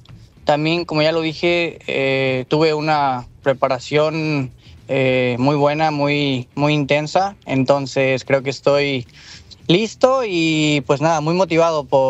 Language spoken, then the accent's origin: Spanish; Mexico; now in Europe; soy el primer mexicano